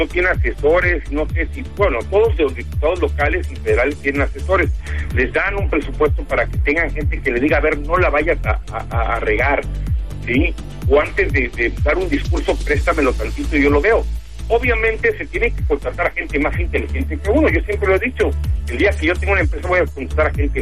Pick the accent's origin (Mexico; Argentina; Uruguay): Mexico; Como mexicanos, obtener un pasaporte.